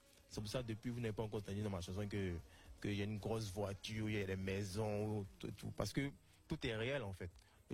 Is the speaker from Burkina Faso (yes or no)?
yes; Bobo-Dioulasso, Hauts-Bassins, Burkina Faso; Tu vois, moi, j'ai grandi à Bobo. À Bobo, c'est un peu le Bronx, tu vois, c'est un peu le ghetto, tu vois, un peu.